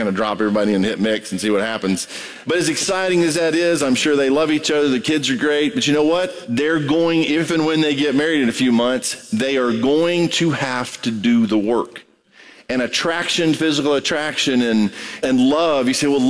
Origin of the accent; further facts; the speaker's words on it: Brazil; I grew up in Brazil, so that's coffee